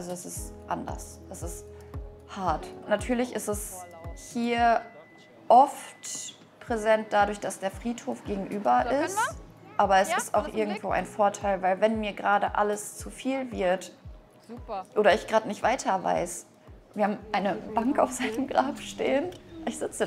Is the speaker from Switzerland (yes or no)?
no; Warmian-Masurian Voivodeship, Poland; now in Verl, Germany